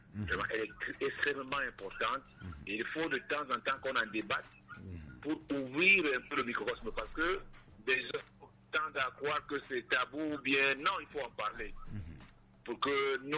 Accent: Edéa, Littoral, Cameroon; Moi, je suis originaire de la Tanaka Pare, qui était précisément à Edea, premier.

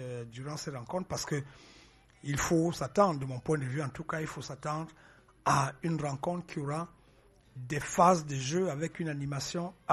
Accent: Cameroon; je suis Camerounais, c'est sûr. Je suis journaliste, c'est sûr.

